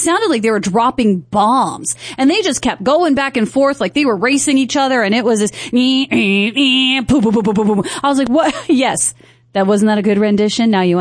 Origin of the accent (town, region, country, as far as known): Makakilo, Hawaii, United States